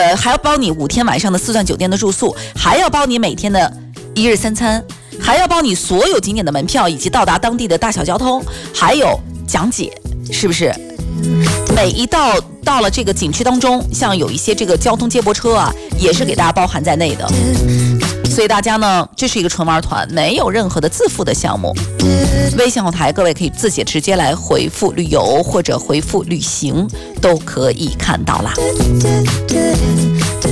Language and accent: Chinese; Taiyuan, Shanxi, China; now in Fuzhou, China; 因为从小在这儿长大的吧，地道的山西太原人